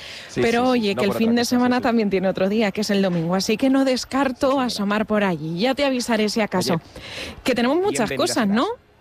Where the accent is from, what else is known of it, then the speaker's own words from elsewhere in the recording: Castilla-La Mancha, Spain; para los que somos de Castilla-La Mancha y ya sabemos la Feria de Albacete